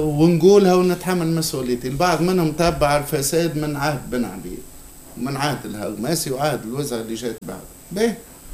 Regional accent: Tunisia

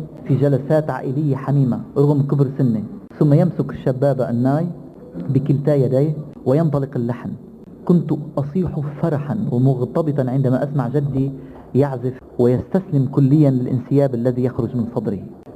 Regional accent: Amchit, Keserwan-Jbeil, Lebanon; also born or lived in Beirut; أنا من قرية ساحلية تقع على ساحل البحر الأبيض المتوسط تدعى عمشيد، وتقع هذه القرية بالقرب من مدينة جبيل الأثرية بيبلوس المعروفة باسم بيبلوس.

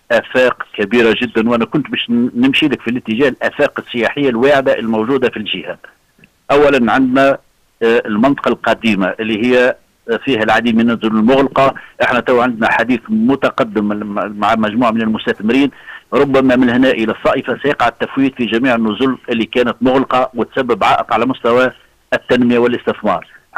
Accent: Tunisia; احنا عندنا في تونس

